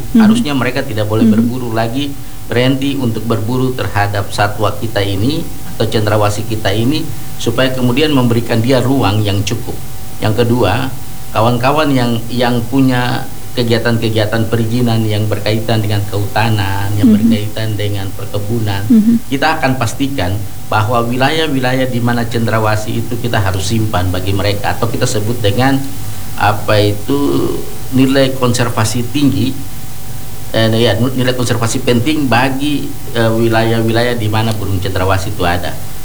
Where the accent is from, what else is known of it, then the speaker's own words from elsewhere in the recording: Papua, Indonesia; diri kita sebagai orang Papua yang ada di atas tanah ini